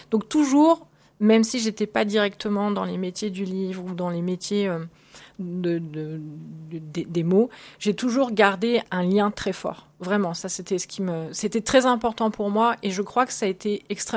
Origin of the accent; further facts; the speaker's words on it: Niort, Nouvelle-Aquitaine, France; born there; Je suis née à Niort